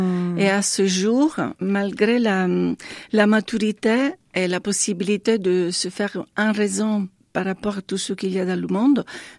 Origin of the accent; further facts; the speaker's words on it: Italy; French is a second language; moved away as an adult; now in France; je suis italienne. J'habite en France, ça fait 13 ans déjà. Je viens d'une famille chrétienne catholique et j'ai grandi à pain et films religieux et spirituels